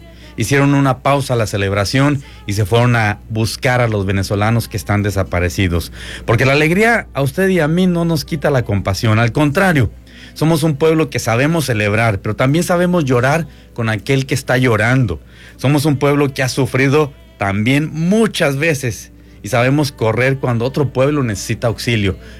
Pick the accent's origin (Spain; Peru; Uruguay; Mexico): Mexico; now in Bryan/College Station, United States; particularmente usted y yo, mexicano